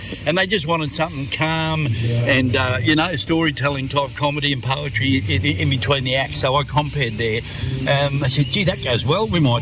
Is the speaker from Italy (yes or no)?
no; Australia; I'm a Aussie bush poet.